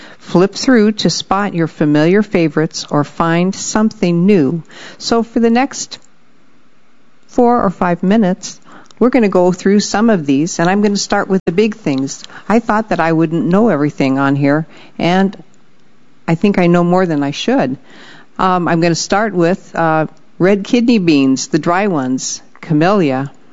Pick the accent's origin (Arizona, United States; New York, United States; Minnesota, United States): Arizona, United States; Well, we're from Arizona, but that's still, it's not the South like the southeastern United States.